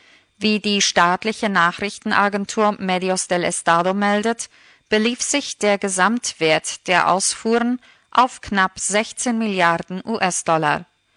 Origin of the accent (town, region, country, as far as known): Paraguay